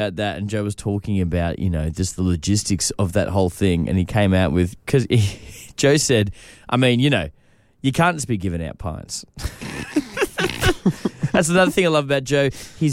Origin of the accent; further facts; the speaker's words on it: Sydney, New South Wales, Australia; me and Emma's place when we grew up in Sydney.